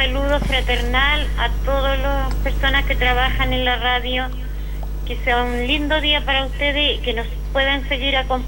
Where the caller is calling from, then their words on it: Chillán, Ñuble, Chile; De acá, de Chillán, sector Parque Lantaño.